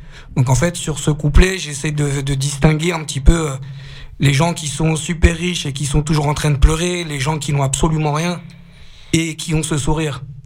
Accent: Osny, Île-de-France, France; Moi, je viens d'Ony, je suis pas loin, je suis dans le 95, donc je suis vraiment juste à côté.

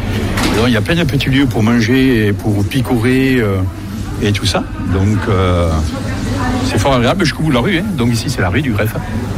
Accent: Montauban, Occitanie, France; born there; Oui, j'ai appris tout seul parce que j'adore ma ville. Je suis né à Montauban.

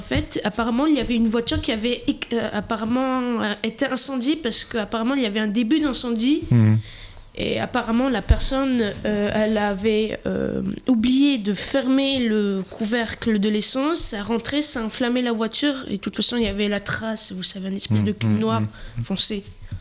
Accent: Saint-Gaudens, Occitanie, France; born there; Je suis née à Saint-Gaudens, c'est l'ancien hôpital

